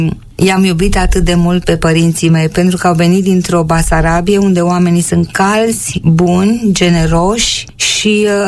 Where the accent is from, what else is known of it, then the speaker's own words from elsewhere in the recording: Romania; born there; Eu m-am născut lângă București în 1946, deci sunt sudistă, cum spun eu